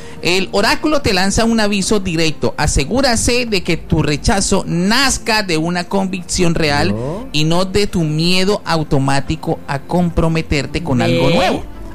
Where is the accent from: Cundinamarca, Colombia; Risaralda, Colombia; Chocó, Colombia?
Cundinamarca, Colombia; Subachoque; moved away; Porque eso es lo que abunda en Sobachocha, en mi tierra abunda la gente hipócrita.